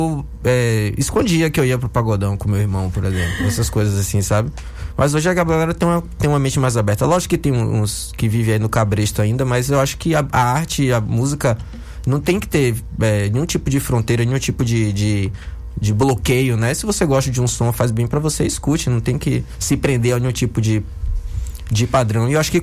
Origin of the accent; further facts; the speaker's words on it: Bahia, Brazil; eu me sinto privilegiado de ser baiano, eu tenho muito orgulho de ser baiano.